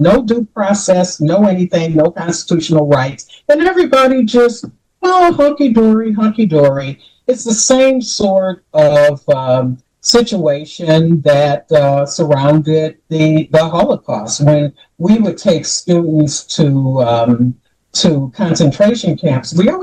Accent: United States; as an American

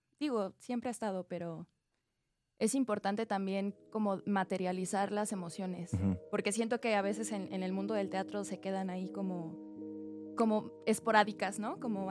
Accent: Morelos, Mexico; now in Mexico City, Mexico; Yo soy guayabita, soy de allá de Morelos.

